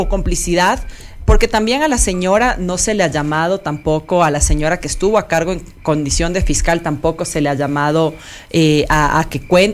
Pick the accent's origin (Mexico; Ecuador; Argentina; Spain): Ecuador; nosotros como ecuatorianos